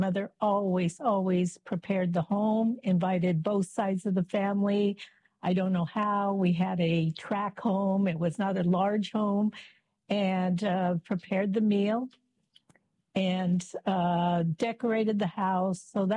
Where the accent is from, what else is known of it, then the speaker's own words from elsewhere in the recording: Oxnard, California, United States; I am a lifelong resident of Ventura County. I was born in 1954 in Oxnard, California. That was my first home, the home that I will always remember as a child.